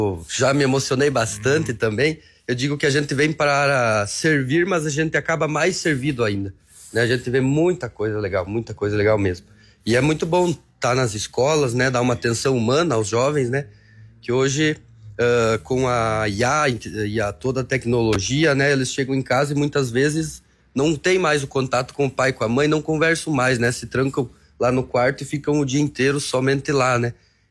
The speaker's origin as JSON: {"language": "Portuguese", "town": "Nicolau Vergueiro", "region": "Rio Grande do Sul", "country": "Brazil", "said": "Eu venho lá de Nicolau Vergueiro, uma pequena cidade, né? Perto de Marau, uhum, bem pertinho de Marau."}